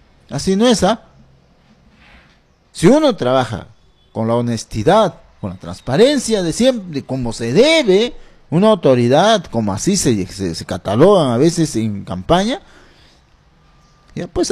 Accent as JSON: {"language": "Spanish", "country": "Peru", "tie": "born or raised there", "said": "Con mis conciudadanos de mi pueblo, donde me vio crecer Unión Autiqui, ahora el sector Alto Unión Autiqui"}